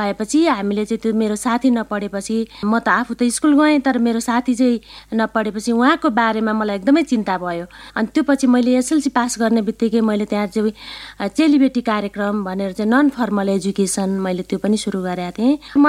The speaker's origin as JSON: {"language": "Nepali", "town": "Bhojpur", "region": "Koshi Province", "country": "Nepal", "tie": "born or raised there", "moved": "as an adult", "lives_now": "Kathmandu, Nepal", "said": "म हजुरको भोजपुरबाट चाहिँ म काठमाडौँ मेरो पढाइको क्रममा म काठमाडौँ आएँ।"}